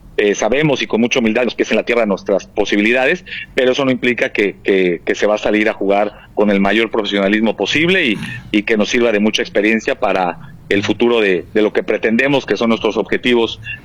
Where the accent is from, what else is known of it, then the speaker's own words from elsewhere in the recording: Mexico; Yo soy mexicano y trabajé en mi selección para 2 Copas del Mundo.